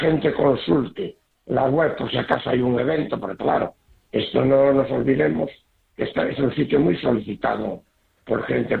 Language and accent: Spanish; Vigo, Galicia, Spain; yo no lo conocí, soy de Vigo, yo no lo conocí, soy de Vigo.